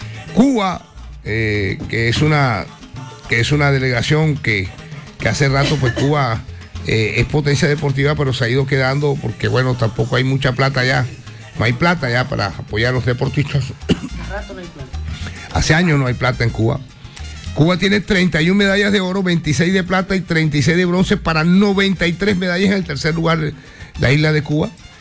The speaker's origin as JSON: {"language": "Spanish", "country": "Mexico", "said": "Una verdadera potencia como mexicano."}